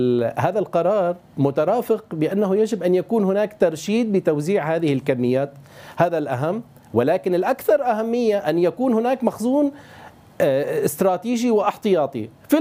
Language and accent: Arabic; Syria